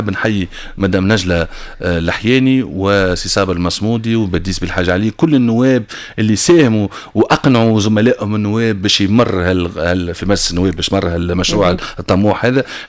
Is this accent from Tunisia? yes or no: yes; Tunisia; انا تونسي ونحب البلاد هذيا